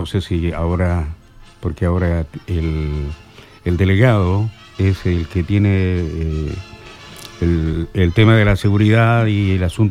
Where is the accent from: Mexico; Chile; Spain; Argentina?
Chile; nuestro sentir como chileno, chilena.